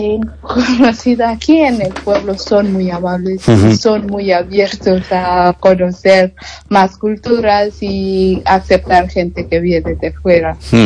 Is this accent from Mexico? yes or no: no; Eldoret, Uasin Gishu County, Kenya; Spanish is a second language; now in Galicia, Spain; venimos de este lugar que se llama El Doret, la ciudad.